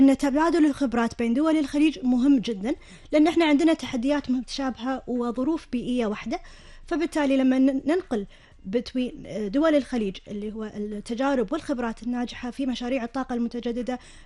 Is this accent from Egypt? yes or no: no; Kuwait; عندنا في الكويت